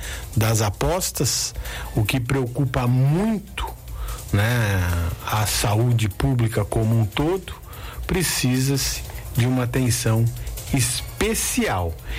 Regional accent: Brazil

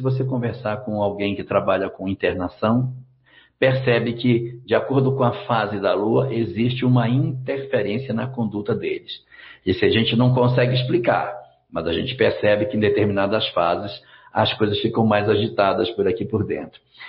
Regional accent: Cacoal, Rondônia, Brazil; Eita, é da minha terra!

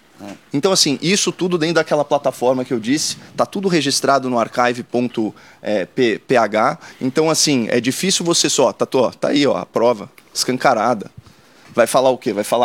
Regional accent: Brazil; Eu sou brasileiro. Esse é o único rótulo que eu aceito.

